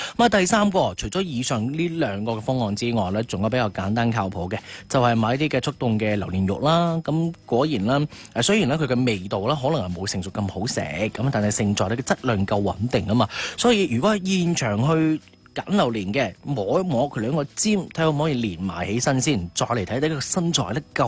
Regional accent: Guangdong, China

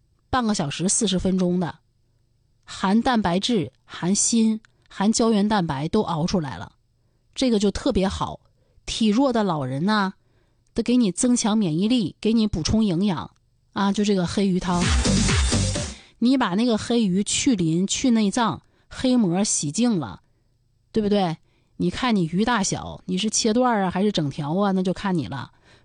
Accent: Dalian, Liaoning, China; 这就是咱们大连人啊，

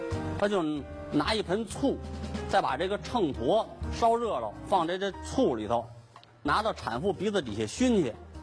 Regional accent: China

